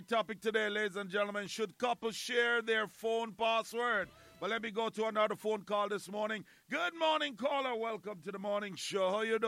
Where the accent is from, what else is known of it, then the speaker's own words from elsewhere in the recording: Kingston, Jamaica; I came from Kingston.